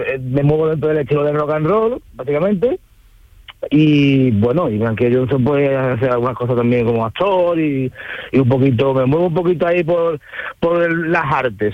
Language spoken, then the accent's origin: Spanish; Ronda, Andalusia, Spain; Pues mira, yo soy de Ronda.